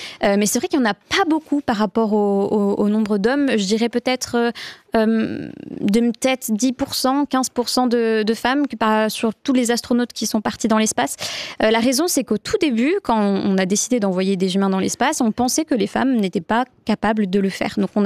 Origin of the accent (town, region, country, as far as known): Switzerland